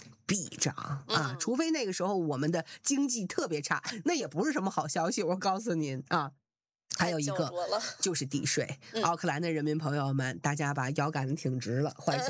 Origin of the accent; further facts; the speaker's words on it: northern China, China; now in New Zealand; 我作为个北方人，对不对？新西兰这再冷一点，到零下我也能扛